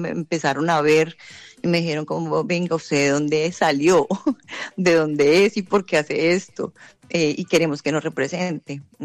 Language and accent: Spanish; Colombia; now in Australia; nos toca quitarnos la bandera, pero igual seguimos siendo colombianos, esto no lo va a quitar nadie nunca